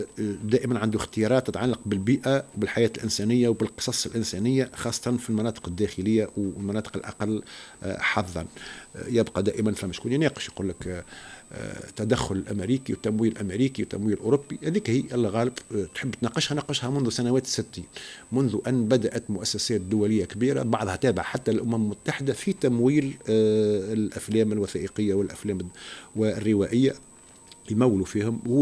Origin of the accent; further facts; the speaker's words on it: Tunisia; موضوع يهمنا كتونسيين، مش آل قابس فقط